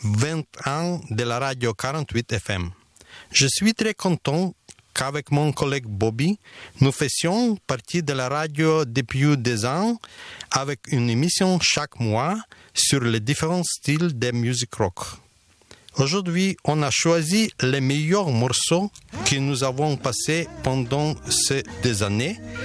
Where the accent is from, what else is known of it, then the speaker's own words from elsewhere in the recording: Ukraine; moved away; je suis ukrainien